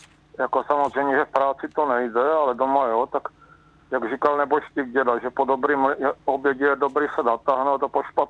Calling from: Olomouc, Olomouc Region, Czechia; No, já jsem Olomoučák

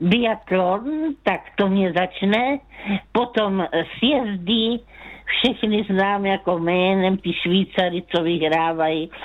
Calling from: Brno, South Moravian Region, Czechia; já jsem, že jsem z Brna

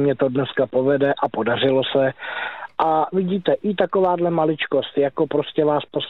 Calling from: Teplice, Ústí nad Labem Region, Czechia; se vracím z Prahy domů, já jsem z Teplic

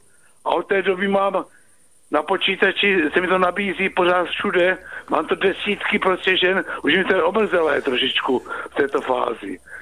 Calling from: Zlín, Zlín Region, Czechia; já jsem ze Zlína

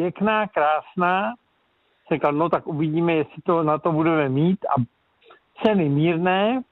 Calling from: Ústí nad Labem, Ústí nad Labem Region, Czechia; já jsem z Ústí

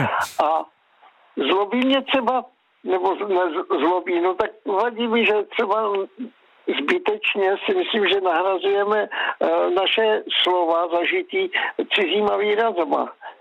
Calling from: Plzeň, Plzeň Region, Czechia

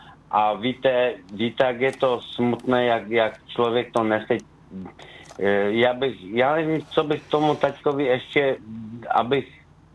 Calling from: Skotnice, Moravian-Silesian Region, Czechia; Že jsem ze Skotnice, ale … z Bystrého.

